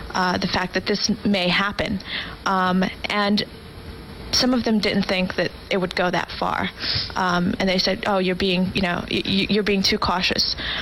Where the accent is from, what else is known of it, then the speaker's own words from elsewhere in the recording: New York, United States; I was angry. I was angry just as any New Yorker.